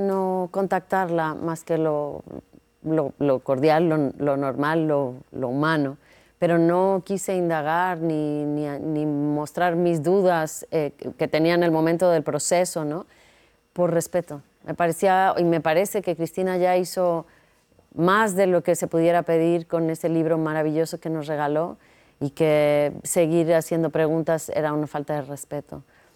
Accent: Mexico; siendo mexicana

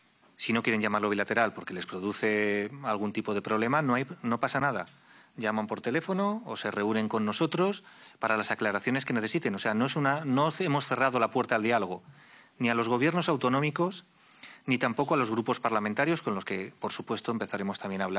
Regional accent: Valencian Community, Spain; Yo soy de la Comunidad Valenciana

